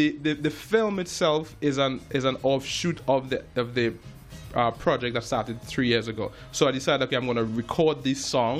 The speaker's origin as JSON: {"language": "English", "region": "Port of Spain", "country": "Trinidad & Tobago", "tie": "born or raised there", "also_born_or_lived": "United States", "moved": "as an adult", "lives_now": "Toronto, Canada", "said": "I grew up in Belmont, Trinidad. I grew up around culture. Grew up, a 50-minute walk to the Savannah."}